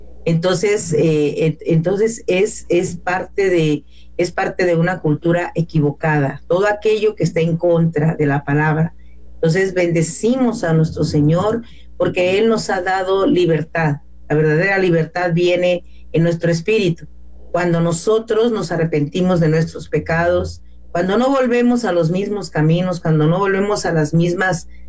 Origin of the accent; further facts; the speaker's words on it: Mexico; Nosotros no somos hebreos, no somos judíos, somos mexicanos.